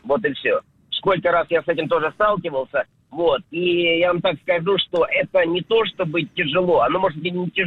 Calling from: Stavropol, Stavropol Krai, Russia; Да, я из Ставрополя звоню, сам подрабатываю курьером.

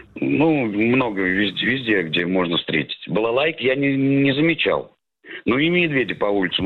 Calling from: Astrakhan, Astrakhan Oblast, Russia; из Астрахани, это я.

